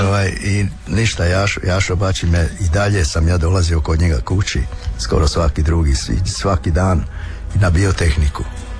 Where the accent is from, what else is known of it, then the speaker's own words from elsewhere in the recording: Županja, Vukovar-Srijem County, Croatia; moved away; I tako da sam prvi put nastupio 49. godine u Županji i poslije toga 56. godine sam doselio u Osijek